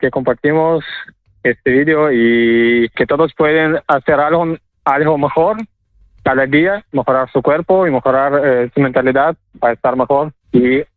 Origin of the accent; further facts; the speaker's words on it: Ukraine; Spanish is a second language; moved away as an adult; now in Gijón, Spain; Yo soy de Ucrania y aquí vivo en Gijón 5 años.